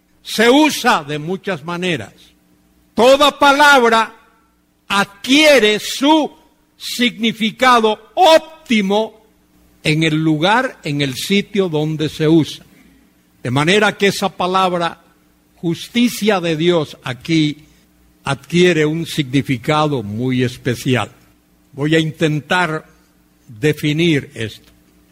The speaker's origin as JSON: {"language": "Spanish", "country": "Spain", "moved": "yes", "said": "nos da cosa, decimos allá en España."}